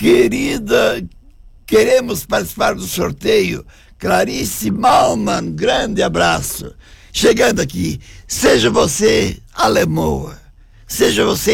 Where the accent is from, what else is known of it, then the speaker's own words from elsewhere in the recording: Salvador do Sul, Rio Grande do Sul, Brazil; o programa da minha terra, da minha cidade, do meu chão, Salvador do Sul em Foco